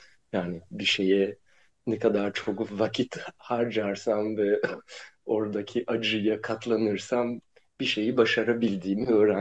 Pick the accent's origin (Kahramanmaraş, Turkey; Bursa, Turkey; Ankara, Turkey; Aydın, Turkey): Ankara, Turkey; also born or lived in Brussels, Belgium; Evet, ben Brüksel'de doğdum. Sonra 5 yaşımda Ankara'ya taşındım ve 6. yaş günümde bana bir kaykay hediye ettiler.